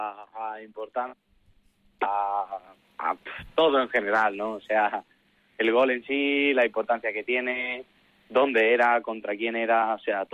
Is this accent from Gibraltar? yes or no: no; Andalusia, Spain; yo creo que también pues el ir como a mi tierra un poco, Andalucía, pues me ha dado como esa inspiración para marcar el gol